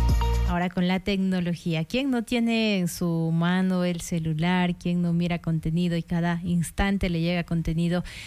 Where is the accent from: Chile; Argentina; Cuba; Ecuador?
Ecuador; sobre todo nosotros los ecuatorianos, tenemos en nuestro dialecto, ¿no?, ciertas palabras o formas